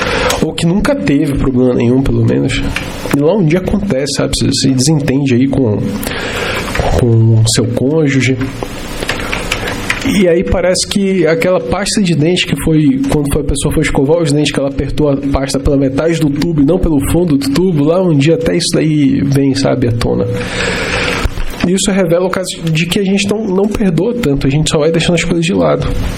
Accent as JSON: {"language": "Portuguese", "town": "Belém", "region": "Pará", "country": "Brazil", "tie": "born or raised there", "also_born_or_lived": "Macapá, Amapá", "moved": "yes", "lives_now": "Videira, Brazil", "said": "E eu sou nascido e criado na região norte do país. Eu sou nascido em Macapá, fui criado em Belém do Pará."}